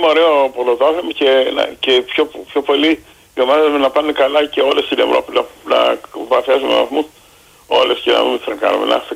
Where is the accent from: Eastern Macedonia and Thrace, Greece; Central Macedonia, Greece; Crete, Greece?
Crete, Greece; Chania; Εγώ είμαι από Χανιά.